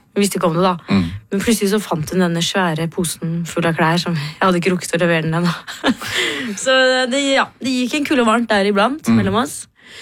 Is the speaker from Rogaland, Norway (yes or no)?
no; Jessheim, Akershus, Norway; Bare nå bor det jo mange flere på Jessheim enn det gjorde da jeg vokste opp på Jessheim.